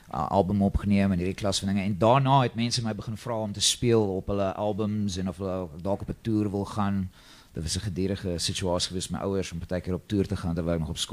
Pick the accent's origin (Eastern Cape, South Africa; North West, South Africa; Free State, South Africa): Free State, South Africa; Bloemfontein; moved away as an adult; now in Cape Town, South Africa; ek het groot geword in Bloemfontein en ek bedoel, ek het daar begin speel. Ek het direk uit na skool, ek was al 'n lang tyd in die Kaap en ek bly in die stad self.